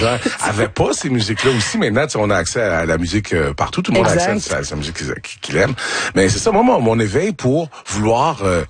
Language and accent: French; Quebec, Canada; Tu sais, moi, j'ai grandi en Mauricie, OK?